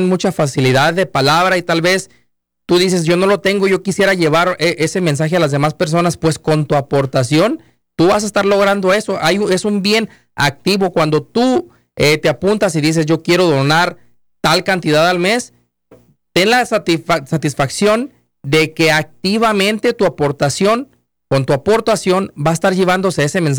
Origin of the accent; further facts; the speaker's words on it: Mexico; Estamos hablando de que nosotros tenemos esa herencia como mexicanos, ¿verdad?